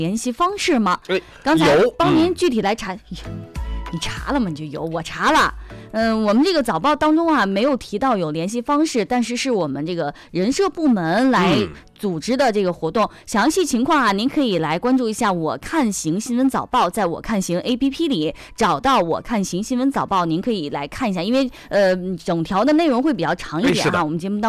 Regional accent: Xingtai, Hebei, China; 我们小时候在这儿的一个回忆也没有变。

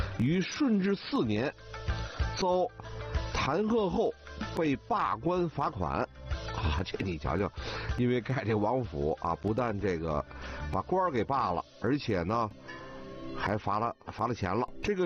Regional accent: Beijing, China; 我是从小在西单劈柴胡同长大的啊。

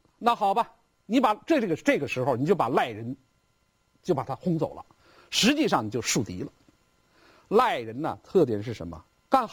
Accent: China

